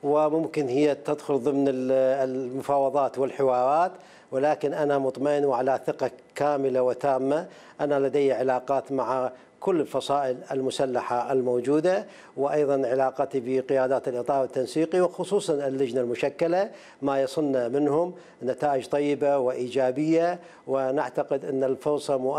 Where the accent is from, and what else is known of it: Iraq